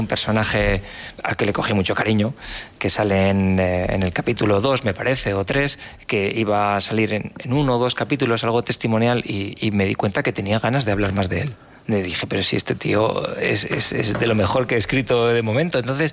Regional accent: La Rioja, Spain; moved away; antes de San Sebastián yo no soy de allí, soy riojano, y antes de eso trabajé durante muchos años en Zaragoza.

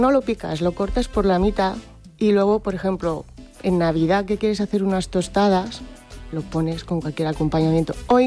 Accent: Corbera de Llobregat, Catalonia, Spain; moved away as an adult; also born or lived in Edinburgh; yo soy de Corbera y Llobregat.

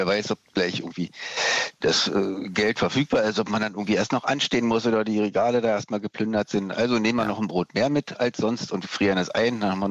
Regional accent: East Germany, Germany; in einer Bandbreite, wie wir das vorher als Ossi gar nicht kannte

